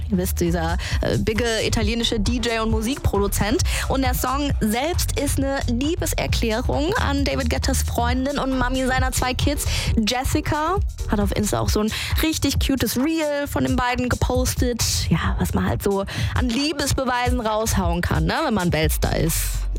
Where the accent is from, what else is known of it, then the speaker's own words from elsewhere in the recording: Saarland, Germany; Ja gut, meine Heimat im Saarland, würde ich dann jetzt sagen, ich hau mit dem Schlappe, du mit dem Schuh.